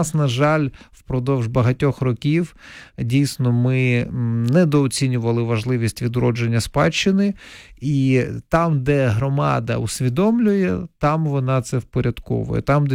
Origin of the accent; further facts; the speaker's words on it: Donetsk Oblast, Ukraine; я все-таки не з Тернопільщини родом, я родом із Донеччини, так?